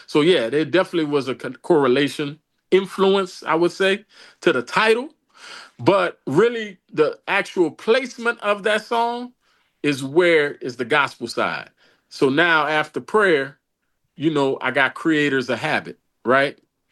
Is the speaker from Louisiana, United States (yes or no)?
yes; New Orleans, Louisiana, United States; the first verse is more about me and growing up in New Orleans around the drug dealers, the this, the that, but in a way that's really paying respects to how I was brought up.